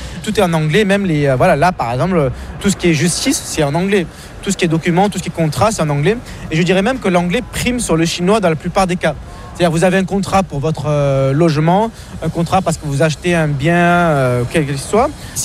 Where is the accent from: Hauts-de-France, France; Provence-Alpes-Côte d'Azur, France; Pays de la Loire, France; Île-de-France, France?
Provence-Alpes-Côte d'Azur, France; Marseille; Ça fait partie de mon identité. D'autant plus qu'on ne devine pas en me voyant que je suis Marseillais.